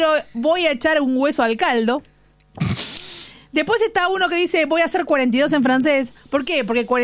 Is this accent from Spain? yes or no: no; Argentina; lo graciosos que somos los argentinos para inventar maneras de, bueno, para utilizar eufemismos.